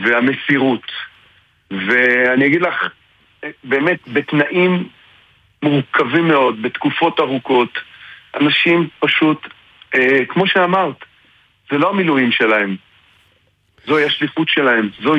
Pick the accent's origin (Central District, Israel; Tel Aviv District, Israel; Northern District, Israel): Tel Aviv District, Israel; Tel Aviv; now in Hila, Israel; אני במקור מהמרכז, אני במקור מתל אביב.